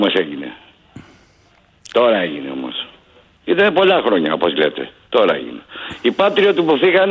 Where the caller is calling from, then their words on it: Greece; Εγώ σαν Έλληνας πολίτης